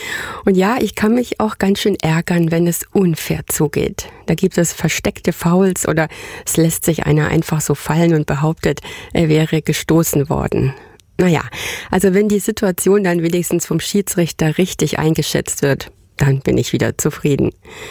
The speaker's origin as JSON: {"language": "German", "region": "Hamburg", "country": "Germany", "said": "ich mal einen ganz lieben Gruß nach Hamburg, meine alte Heimat."}